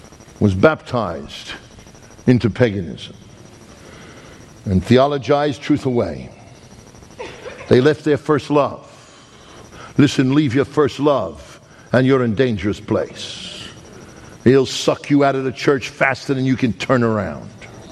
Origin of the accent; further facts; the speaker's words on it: New York, United States; I'm a New Yorker.